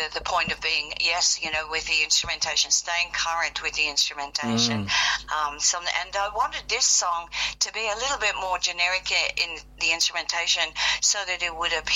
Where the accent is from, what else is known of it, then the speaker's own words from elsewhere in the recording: Australia; also born or lived in Copenhagen, Denmark; I'm Scandinavian born. I was born in Copenhagen, and I came to Australia.